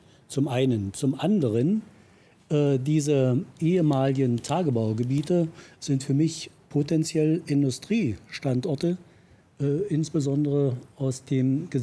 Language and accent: German; Großenhain, Saxony, Germany; aus Großenhain.